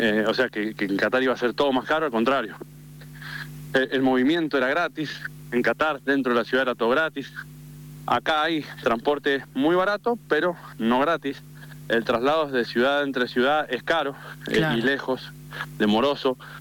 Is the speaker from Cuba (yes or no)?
no; Argentina; con tantos problemas que tenemos los argentinos